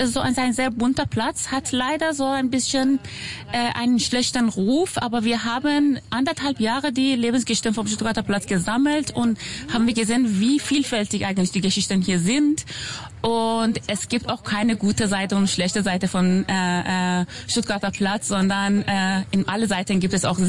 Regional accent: Iran; German is a second language; moved away as an adult; now in Berlin, Germany; Ich komme selbst aus dem Iran. Ich bin seit fast 15 Jahren in Deutschland.

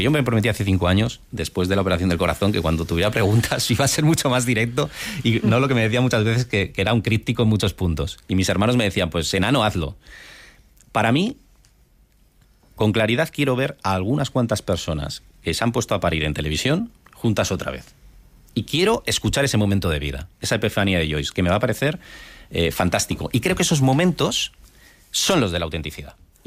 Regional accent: San Sebastián, Basque Country, Spain; soy de Donosti.

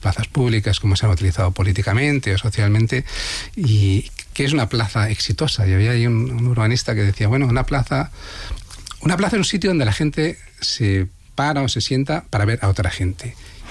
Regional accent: Valencian Community, Spain; sí, soy valenciano, yo conozco de cerca lo que es la especulación

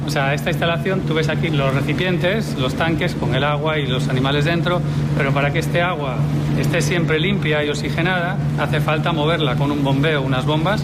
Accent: A Coruña, Galicia, Spain; also born or lived in Cayman Islands; now in Mallorca, Spain; soy gallego, de Coruña, pero bueno, llevo aquí en Mallorca desde hace ya 17 años. Y vine precisamente para trabajar aquí. Yo estaba trabajando en el extranjero, bueno, soy biólogo marino

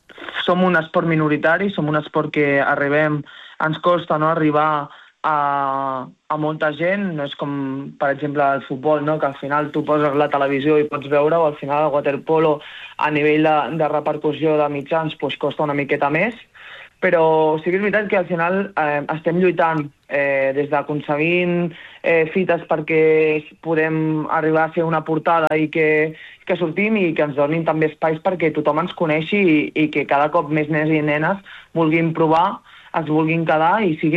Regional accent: Terrassa, Catalonia, Spain; com soc de Terrassa, viatjo a Barcelona cada dia.

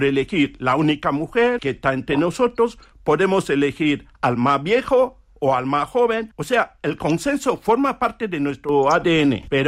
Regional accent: Cameroon; moved away as an adult; now in Spain; el banco CaixaBank bloqueó mi cuenta simplemente por ser de Camerún

